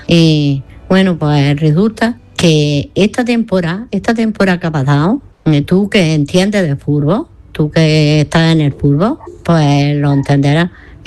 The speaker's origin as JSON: {"language": "Spanish", "town": "Granada", "region": "Andalusia", "country": "Spain", "said": "Le iba a decir de que el por qué digo que soy de Granada."}